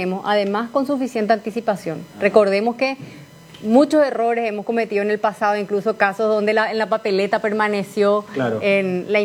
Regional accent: Asunción, Paraguay; Yo nací en Asunción, la ciudad que tanto amo. Yo crecí, me malcrié en esta ciudad, viví en más de 8 barrios.

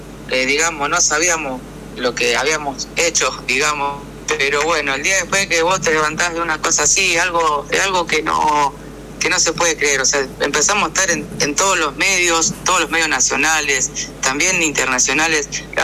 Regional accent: Álvarez, Santa Fe, Argentina; Nosotros somos de Álvarez, provincia Álvarez, Santa Fe.

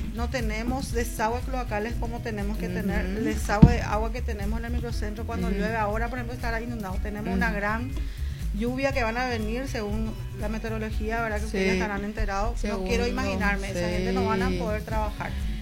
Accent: Ciudad del Este, Alto Paraná, Paraguay; Nací y crecí en el microcentro. Mira, soy de Ciudad del Este.

